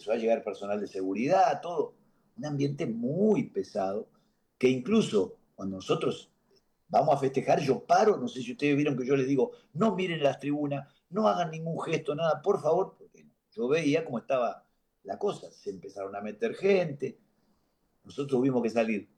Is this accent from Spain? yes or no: no; Uruguay; soy uruguayo, imagínate. No crecí en las Carmelitas descalzas